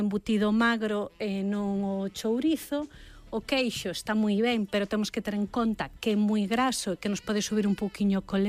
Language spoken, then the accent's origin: Galician; Moeche, Galicia, Spain; Claro, sendo galegos, eu sendo de Moeche, quitar o pan máis as patacas, isto non